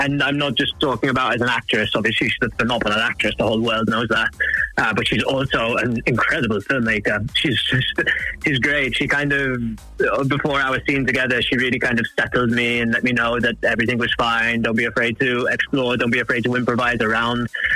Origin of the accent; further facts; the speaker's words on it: Malta; accent: slightly Welsh; So I grew up in Malta with a British mother and a Maltese father, which for some reason gives me a slightly Welsh accent